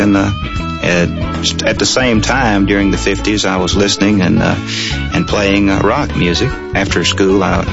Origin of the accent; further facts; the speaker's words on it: Robbinsville, North Carolina, United States; also born or lived in Raleigh; I grew up in the Smoky Mountains of western North Carolina in Robbinsville, right up against Knoxville, Tennessee, on country and bluegrass, hillbilly. From there, I went to state school for the blind in Raleigh, North Carolina